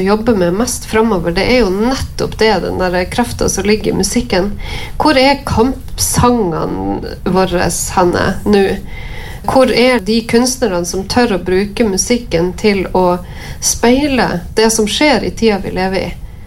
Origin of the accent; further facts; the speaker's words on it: Palestine; now in Norway; hun forteller at vi er fra Palestina